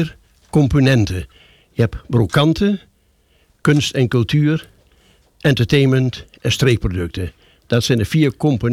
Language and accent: Dutch; Hummelo, Gelderland, Netherlands; Ik kom uit Hummelo. Ik woon in de Dorpsstraat vlakbij.